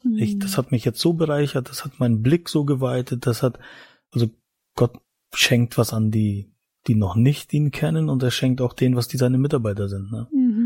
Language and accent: German; East Germany, Germany; ich bin ein Ostdeutscher und da war Glaube nicht so das Thema